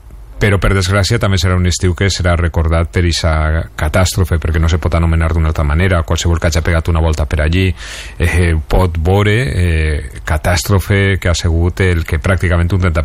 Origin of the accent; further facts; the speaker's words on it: Valencian Community, Spain; una altra notícia trista que hem tingut aquest estiu, i ja com a valencians, és la pèrdua del tresor de Villena